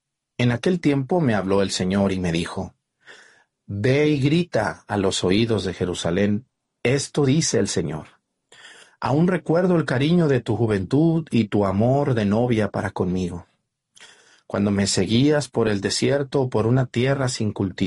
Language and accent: Spanish; Mexticacán, Jalisco, Mexico; born there; me da muchísimo gusto saber que muchos de ustedes están yendo a Mexicacán, mi tierra, donde yo nací